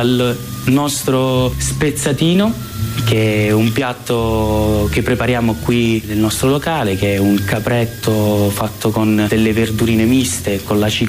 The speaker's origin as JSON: {"language": "Italian", "town": "Volturino", "region": "Apulia", "country": "Italy", "said": "Volturino è il mio paese, le mie radici, quindi è tutto."}